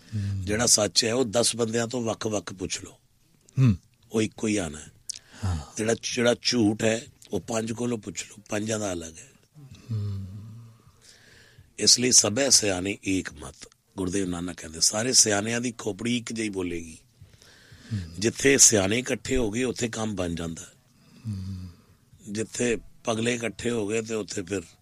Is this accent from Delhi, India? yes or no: yes; Delhi, India; born there; ਇਹ ਦਿੱਲੀ ਦੀ ਗੱਲ ਹੋ ਰਹੀ ਹੈ। ਦੋ ਮੰਦਰ ਬਣਵਾਏ ਜਿੱਥੇ ਮੇਰਾ ਜਨਮ ਹੋਇਆ ਸੀ